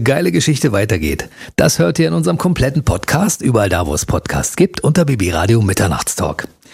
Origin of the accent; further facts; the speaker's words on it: Berlin, Germany; Wir sind ja beide Berliner. Ich komme aus dem Osten